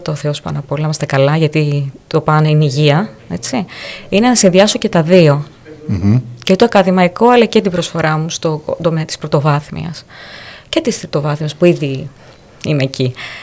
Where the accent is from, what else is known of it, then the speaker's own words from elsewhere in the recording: Greece; να συνεχίσω στον τόπο μου